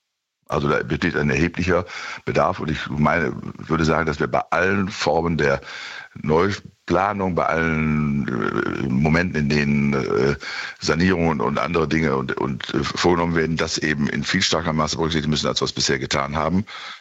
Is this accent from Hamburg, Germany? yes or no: no; Bielefeld, North Rhine-Westphalia, Germany; in meiner Heimatstadt Bielefeld ist eine vor ja, 3-4 Jahren eine neue Ordnung des Innenstadtbereichs vorgenommen worden